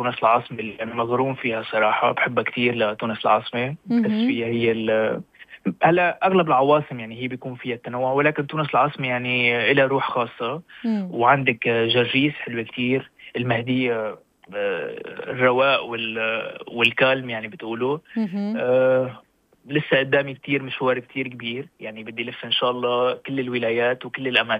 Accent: Syria; now in Sfax, Tunisia; انا كسوري، كمواطن عربي سوري

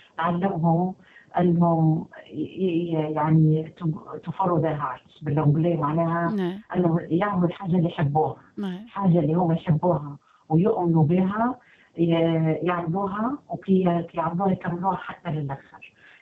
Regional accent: Tunisia; moved away as an adult; now in Europe; أنا كي جيت خارجة معناها من تونس،

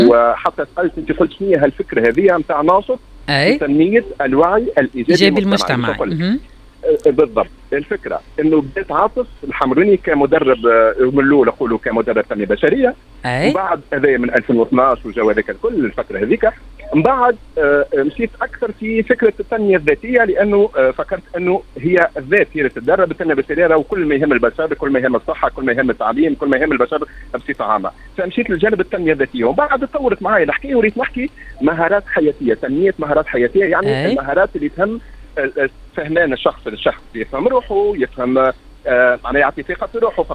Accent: Tunisia; بلادنا تونس الغاليه علينا

